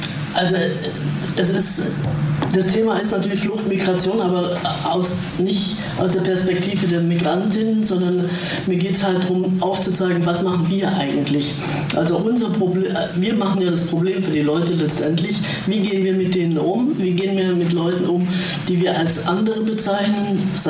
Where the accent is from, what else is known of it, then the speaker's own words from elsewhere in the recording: Baden-Württemberg, Germany; Ich komme aus Baden-Württemberg, 3 Kilometer vor der Grenze zu Bayern, also so wie wir jetzt hier zu Lotte.